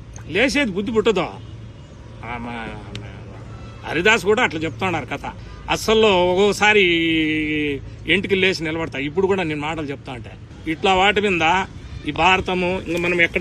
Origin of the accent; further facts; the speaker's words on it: Madanapalle, Andhra Pradesh, India; మా స్వస్థలం ఇక్కడ అనపకుట్ట, మన 1వ వార్డు మదనపల్లి.